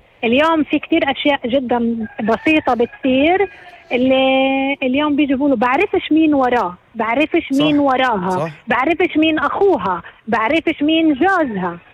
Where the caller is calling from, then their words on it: Nazareth, Northern District, Israel; من الناصري.